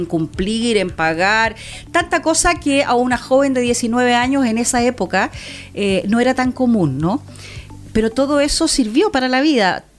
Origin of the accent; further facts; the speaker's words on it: Santiago, Santiago Metropolitan Region, Chile; moved away as an adult; now in Santa Cruz, Chile; nací en Santiago de Chile, viví siempre en un barrio bastante acomodado, pero no soy de una familia adinerada, pero sí tuve la suerte de vivir en un barrio adinerado